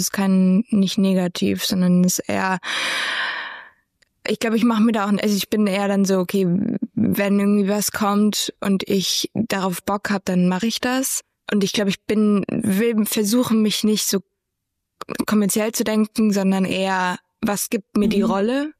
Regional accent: Germany

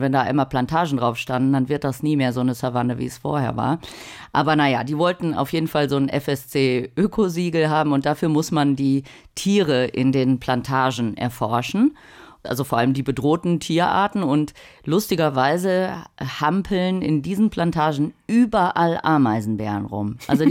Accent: North Rhine-Westphalia, Germany; now in Brazil; Bei Köln bin ich groß geworden

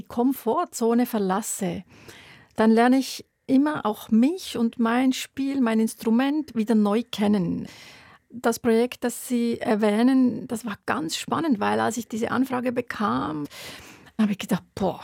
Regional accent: Switzerland; Als Schweizerin, genau.

